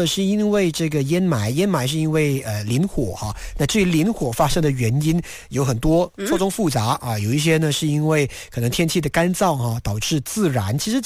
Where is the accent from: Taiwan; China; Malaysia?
Malaysia; 当然就是我们马来西亚人，因为我们这边没有火山，我们也不处在这个地震的板块啊